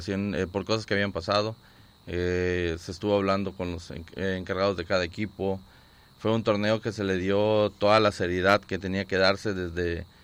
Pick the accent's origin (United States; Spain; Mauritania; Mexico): Mexico; soy más mexicano cuando juega la selección que el mero día del grito.